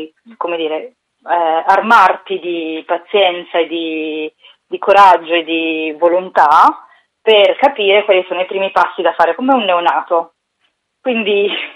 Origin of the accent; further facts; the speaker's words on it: Milan, Lombardy, Italy; Io sono cresciuta a Milano. Sì, sono una milanese, non imbruttita